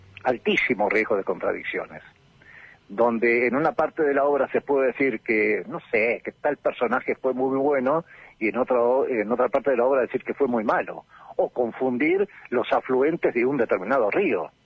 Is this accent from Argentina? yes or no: yes; Bahía Blanca, Buenos Aires Province, Argentina; now in Patagonia, Argentina; Soy patagónico por adopción, llegué en el año 78 de Bahía Blanca. Ingresé en la carrera de Historia, profesorado en Historia